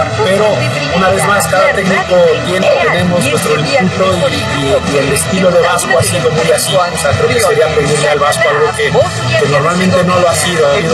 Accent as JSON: {"language": "Spanish", "country": "Mexico", "said": "también somos mexicanos"}